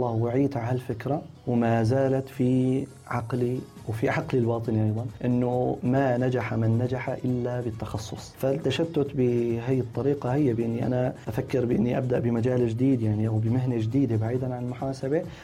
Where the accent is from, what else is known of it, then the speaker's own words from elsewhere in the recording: Syria; moved away; نحن كمجتمع سوري، كمجتمع عربي بشكل عام، كمجتمع سوري بشكل خاص، عندنا ترابط اجتماعي وثيق